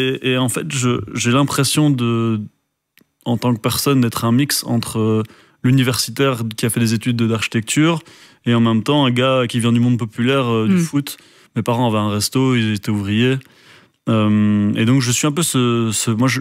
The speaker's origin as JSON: {"language": "French", "country": "Belgium", "said": "en tant que Belge"}